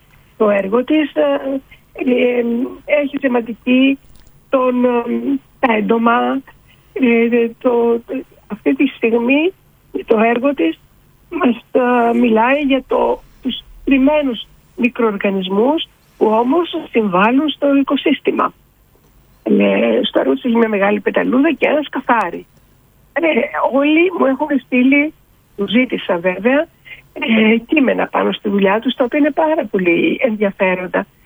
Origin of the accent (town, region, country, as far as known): Greece